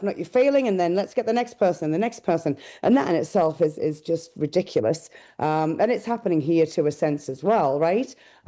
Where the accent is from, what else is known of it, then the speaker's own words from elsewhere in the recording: Hartlepool, North East England, United Kingdom; now in Saskatoon, Canada; my hometown, Hartlepool, was a big receiver of funds from Europe.